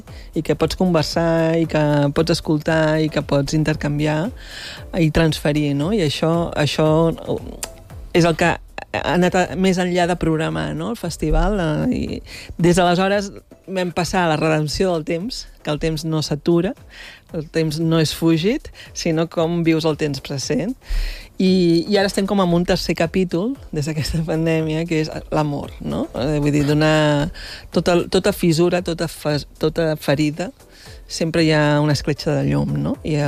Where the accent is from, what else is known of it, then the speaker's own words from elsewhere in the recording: Barcelona, Catalonia, Spain; moved away as an adult; now in Empordà, Spain; jo sóc de Barcelona, visc a l'Empordà, des que sóc director del festival